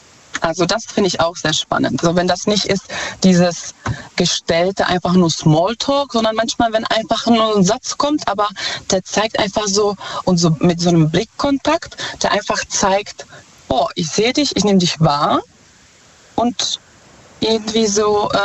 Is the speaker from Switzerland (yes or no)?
no; Czechia; German is a second language; Ich komme ursprünglich aus Tschechien.